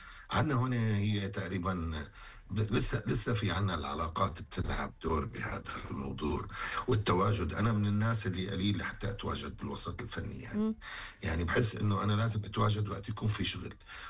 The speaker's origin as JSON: {"language": "Arabic", "country": "Syria", "tie": "born or raised there", "said": "أنا أمي سورية وأبي عراقي، وأنا ولدت في سوريا وعشت بسوريا كل الفترة اللي كنت موجود فيها بالحياة يعني. وبالنسبة للعراق يعني أبي عراقي وأنا زائر العراق كذا مرة"}